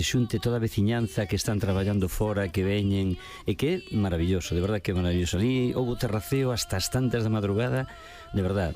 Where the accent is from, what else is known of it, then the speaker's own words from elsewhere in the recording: Doniños, Galicia, Spain; Unha aperta para todos e como non, pois, para Doniños, para a miña vila natal.